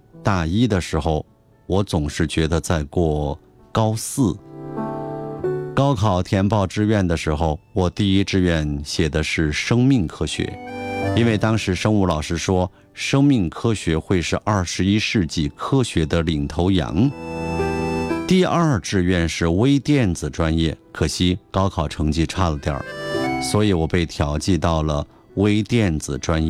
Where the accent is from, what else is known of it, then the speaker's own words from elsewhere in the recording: Fujian, China; 我是福建人，确实没见过雪，我真的很想去玩雪。